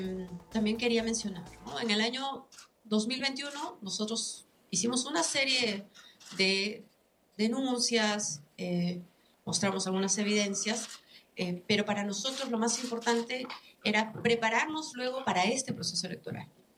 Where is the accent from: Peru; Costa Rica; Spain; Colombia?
Peru; serán importantes también para empezar este proceso de volver a unirnos como peruanos.